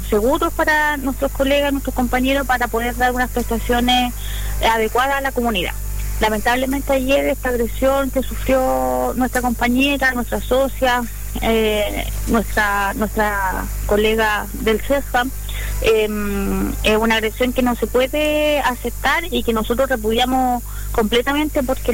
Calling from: Coronel, Biobío, Chile; soy presidenta de AFUSAM Coronel, el gremio de los trabajadores de la salud y atención primaria de nuestra comuna.

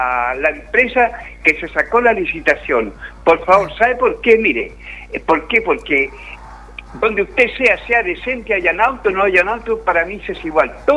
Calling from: Coronel, Biobío, Chile

